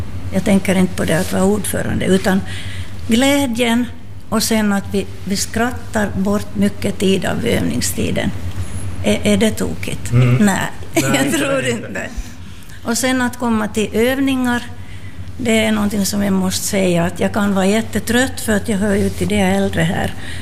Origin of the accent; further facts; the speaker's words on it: Purmo, Ostrobothnia, Finland; now in Nedervetil, Finland; Jag är från Purmo.